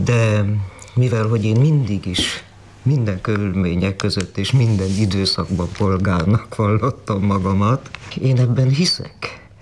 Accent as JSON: {"language": "Hungarian", "country": "Hungary", "said": "én egy régi polgárcsaládból származom, sopani vagyok."}